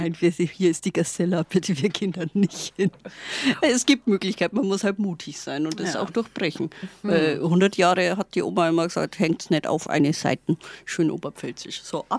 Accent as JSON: {"language": "German", "town": "Siebenhäuser", "region": "Bavaria", "country": "Germany", "tie": "born or raised there", "accent": "Upper Palatinate", "said": "ist oberpfälzisch. Ich bin kein Franke"}